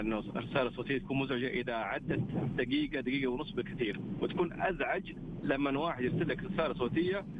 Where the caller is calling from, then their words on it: Riyadh, Riyadh Province, Saudi Arabia; انا من الرياض